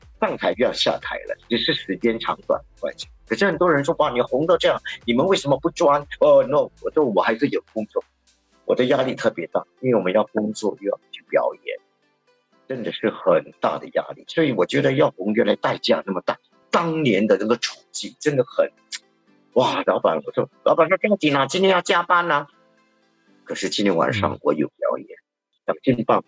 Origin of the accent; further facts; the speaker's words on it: Singapore; 你知道我们新加坡人吃在富靠达吃东西以后。我们要把那个盘送回去